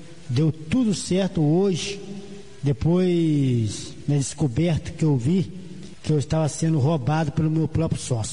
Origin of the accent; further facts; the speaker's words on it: Espera Feliz, Minas Gerais, Brazil; Eu sou de Espera Feliz.